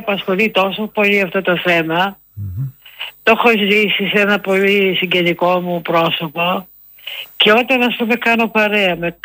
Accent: Western Greece, Greece; now in Patras, Greece; Λοιπόν, η καταγωγή μου είναι από την Ηλία, αλλά μένω στην Πάτρα.

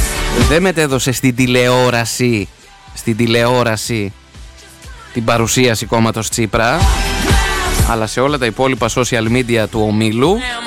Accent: Michaniona, Central Macedonia, Greece; born there; που λένε και στη Μηχανιώνα στο χωριό μου

